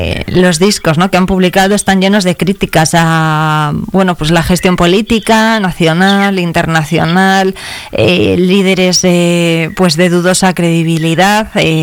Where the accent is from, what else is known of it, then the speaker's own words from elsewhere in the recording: Palencia, Castile and León, Spain; Palencia qué es para unos vallisoletanos como … ? No sé si también piensan que somos un barrio de Valladolid.